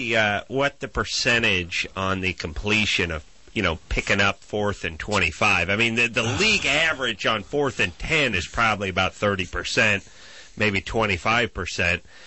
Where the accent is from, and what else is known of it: Los Angeles, California, United States; born or raised there